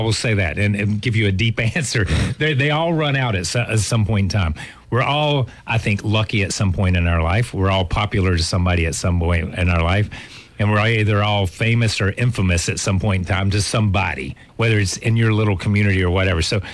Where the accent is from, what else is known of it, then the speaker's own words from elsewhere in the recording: Level Cross, North Carolina, United States; We grew up in Level Cross, North Carolina, and that's where I'm from. That's where I'm always going to be from. No matter where I go or what I do, in the end, I'm just a kid from Level Cross, North Carolina.